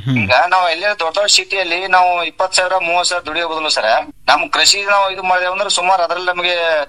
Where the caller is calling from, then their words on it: Arjunagi, Karnataka, India; Afzalpur ತಾಲೂಕ ಅರ್ಜುನಿಗೆ ಕುಗ್ರಾಮ್ sir.